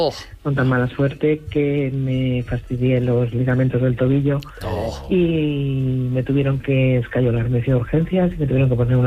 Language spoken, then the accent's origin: Spanish; Valencia, Valencian Community, Spain; Hola, buenos días. … de Valencia.